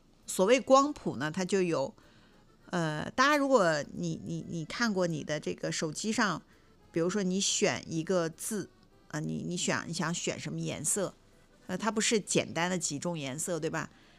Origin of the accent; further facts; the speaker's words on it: China; 我们中国人